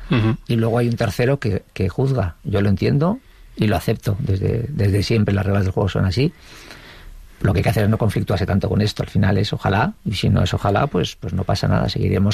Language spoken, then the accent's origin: Spanish; Basque Country, Spain; me paso con el coche por la casa donde, pues donde yo nací. No nací en la casa, entiéndeme, pero donde viví toda mi infancia. Uh-huh. Hasta que me marché de casa, que estaba en un barrio obrero, en Zaramaga.